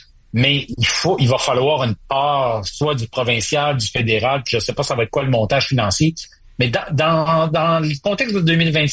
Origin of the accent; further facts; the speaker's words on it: Saguenay, Quebec, Canada; Moi, j'ai grandi au Saguenay.